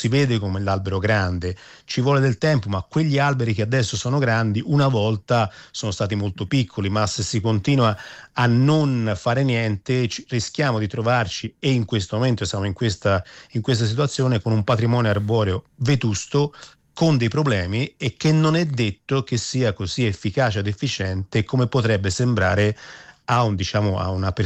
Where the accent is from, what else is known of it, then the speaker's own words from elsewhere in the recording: Florence, Tuscany, Italy; per esempio io appunto sono di Firenze, Firenze sta andando in quella direzione